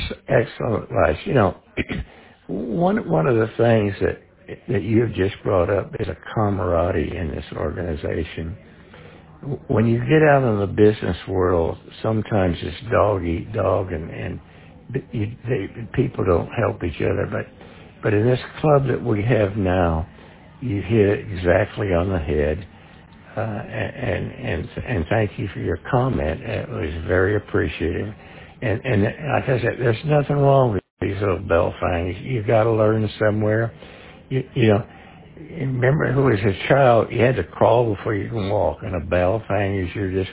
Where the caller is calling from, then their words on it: Spring, Texas, United States; I'm from Spring, Texas.